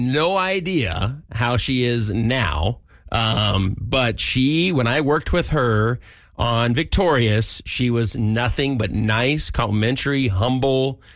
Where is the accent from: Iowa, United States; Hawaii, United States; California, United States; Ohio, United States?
California, United States; Irvine; I'm from Irvine.